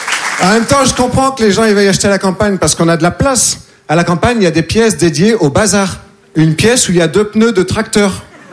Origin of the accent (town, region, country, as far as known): Nouvelle-Aquitaine, France